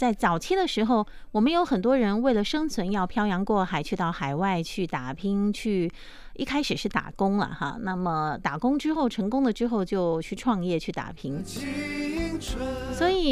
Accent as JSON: {"language": "Chinese", "town": "Jinjiang", "region": "Fujian", "country": "China", "said": "说到晋江啊，我们由衷的感觉到幸福。为什么呢？因为我们出生在一个算是比较好的地方"}